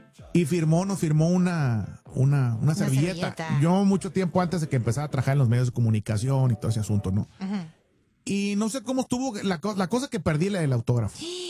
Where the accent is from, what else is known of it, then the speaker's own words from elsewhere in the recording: Guasave, Sinaloa, Mexico; Yo soy de Guasave, Sinaloa. Uh-huh. ¿Ok? Soy de Estación Capomas, Guasave, Sinaloa, México, el ombligo del mundo, no porque esté en el puro medio, sino porque está hundido.